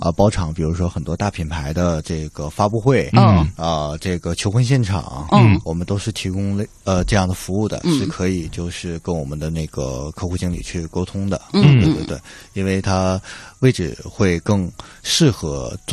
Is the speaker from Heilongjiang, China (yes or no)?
yes; Heilongjiang, China; moved away as an adult; now in Changchun, China; 我是黑龙江人。